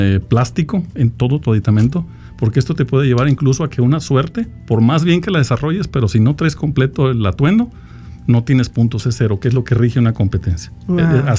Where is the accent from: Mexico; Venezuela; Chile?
Mexico; nosotros como mexicanos